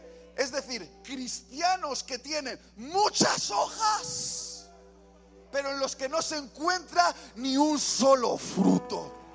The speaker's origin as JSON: {"language": "Spanish", "country": "Spain", "tie": "born or raised there", "said": "Y para todos aquellos que hemos crecido en el Mediterráneo, yo soy de allí, de España, la higuera es un árbol típico en el Mediterráneo."}